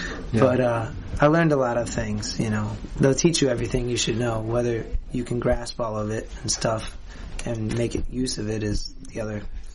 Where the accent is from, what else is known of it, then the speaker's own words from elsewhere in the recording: Clinton Township, Michigan, United States; And I grew up outside of Detroit in Clinton Township, which is like kind of by Mount Clemens.